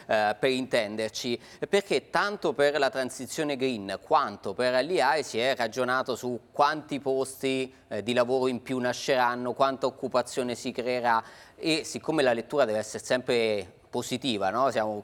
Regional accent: Umbria, Italy; Io vengo dalla provincia di Terni, cioè siamo cresciuti e abbiamo respirato quella roba lì per decenni.

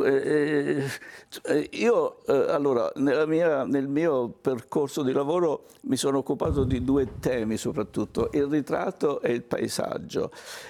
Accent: Marche, Italy; born there; la mia cadenza dialettale, per quanto riguarda la mia pittura di paesaggio, è una cadenza marchigiana.

